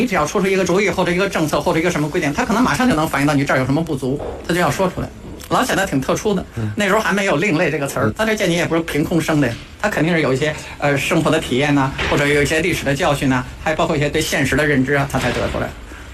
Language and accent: Chinese; Beijing, China; 我是北京人